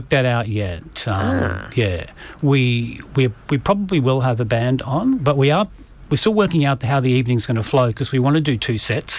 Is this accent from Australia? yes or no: yes; Brisbane, Queensland, Australia; moved away; Greg and I grew up in Brisbane, in Oxley.